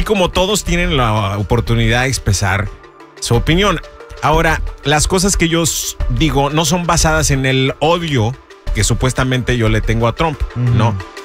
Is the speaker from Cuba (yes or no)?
no; Mexico; apoyamos a Colombia porque somos hermanos, mexicanos y colombianos